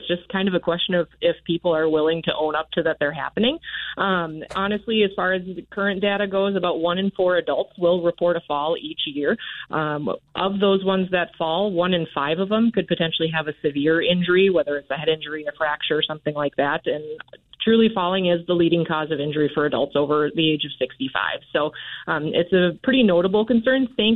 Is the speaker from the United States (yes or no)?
yes; Montevideo, Minnesota, United States; Yeah, so I'm originally from Montevideo. I did my undergraduate at Gustavus down in St. Peter.